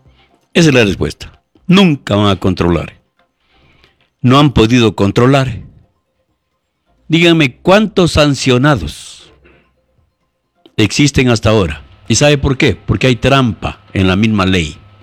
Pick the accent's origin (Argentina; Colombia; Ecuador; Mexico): Ecuador; Están ausentes de nuestros principios, de nuestra ética y de nuestra moral como ecuatorianos.